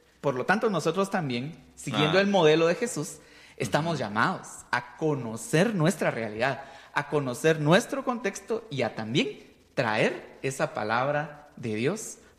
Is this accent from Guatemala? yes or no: yes; Guatemala